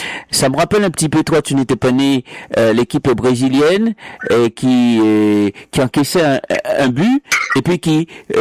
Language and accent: French; Haiti; Je suis pas parce que je suis haïtien que je poserai pas la question.